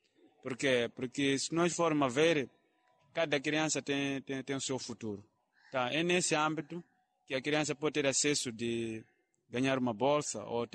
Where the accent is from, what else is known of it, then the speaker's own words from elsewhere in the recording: Cheringoma, Sofala, Mozambique; sou treinador de ginástica, venho do distrito de Xiringoma